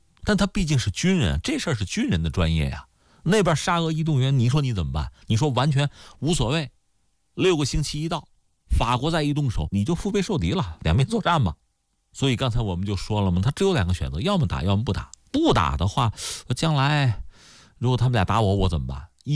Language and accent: Chinese; China; 咱们中国人